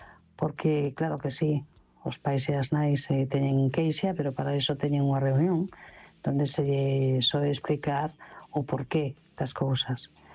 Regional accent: Vigo, Galicia, Spain

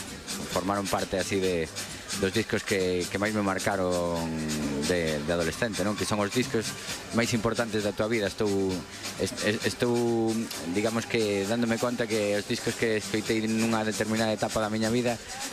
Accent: Monterroso, Galicia, Spain; Ante todo son do Monterroso, pero bueno, que teño moitos amigos aquí

